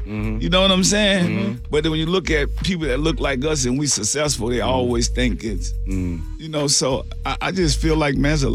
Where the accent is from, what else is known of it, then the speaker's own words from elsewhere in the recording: New Orleans, Louisiana, United States; You know, they could look and say, man, I'm from New Orleans. Man, it's us against the world.